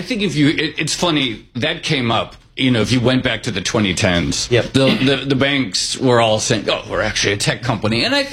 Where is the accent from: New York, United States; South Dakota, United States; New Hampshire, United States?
New York, United States